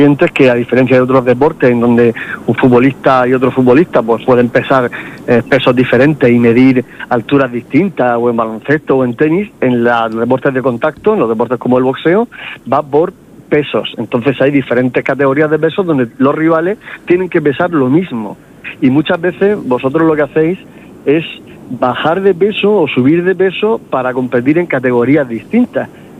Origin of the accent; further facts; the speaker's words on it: Puerto Lumbreras, Region of Murcia, Spain; Como mujer, como deportista y como murciana, o como lumbrense, vecina de Puerto Lumbreras.